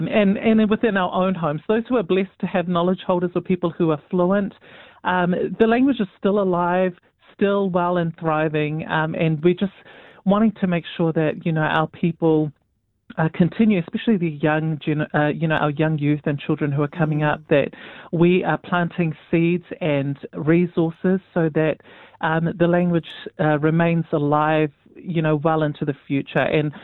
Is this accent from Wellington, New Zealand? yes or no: no; Auckland, New Zealand; born there; first language English; I think for many Pacific people who are born here in New Zealand, like myself, I was born in the North Shore